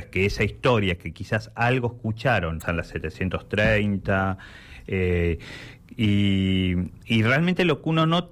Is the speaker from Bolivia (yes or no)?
no; Patagonia, Argentina; somos patagónicos, nos gusta esta tierra.